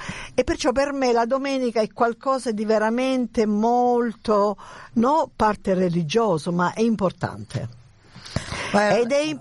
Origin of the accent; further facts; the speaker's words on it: Brindisi, Apulia, Italy; moved away; da dove vengo io a Brindisi, Elena? Avevo proprio la chiesa di fronte dove io abitavo in via Francesco Baracca numero 2.